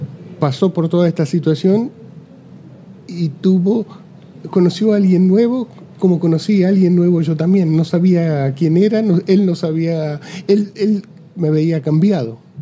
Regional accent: Buenos Aires, Argentina; born there; Y yo soy de pleno centro, nací en Corrientes y Talcahuano, claro.

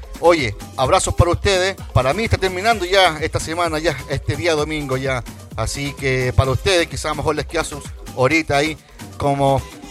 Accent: Chile; now in Sweden; porque también soy chileno.

